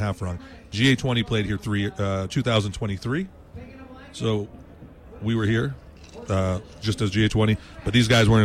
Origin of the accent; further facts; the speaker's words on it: New Hampshire, United States; also born or lived in Boston; now in Providence, United States; I grew up in New Hampshire.